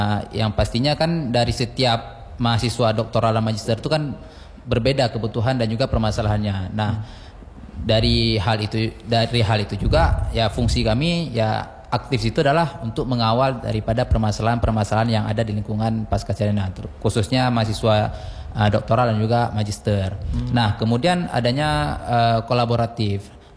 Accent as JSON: {"language": "Indonesian", "town": "Banda Aceh", "region": "Aceh", "country": "Indonesia", "tie": "born or raised there", "said": "saya asli Kota Banda Aceh"}